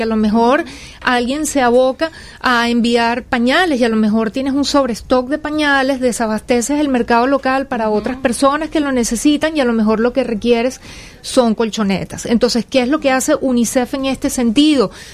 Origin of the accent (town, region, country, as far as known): Venezuela; moved away as an adult; now in Mexico